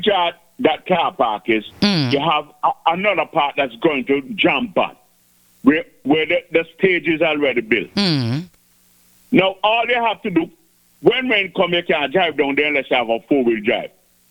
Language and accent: English; Antigua & Barbuda; we as Antiguans, we don't appreciate the aesthetics of our country.